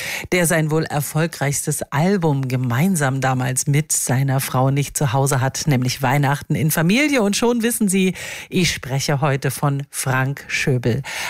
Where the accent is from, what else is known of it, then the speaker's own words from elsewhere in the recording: Ilmenau, Thuringia, Germany; Da ist er in meiner Heimatstadt, direkt am Tag nach der … Die ist am 3. Oktober in der Festhalle Ilmenau.